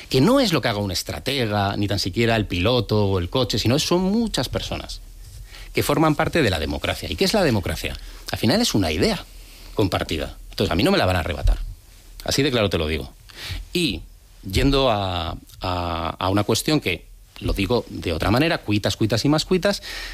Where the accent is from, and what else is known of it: San Sebastián, Basque Country, Spain; now in Madrid, Spain